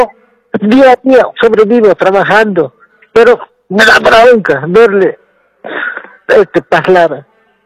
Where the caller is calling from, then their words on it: Puerto Acosta, La Paz, Bolivia; público. Yo soy de Puerto Acosta, provincia de Camacho.